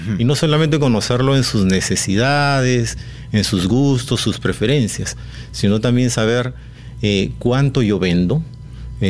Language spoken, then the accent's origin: Spanish; Talara, Piura, Peru; Mi tierra. Soy nacido en Talara, Piura.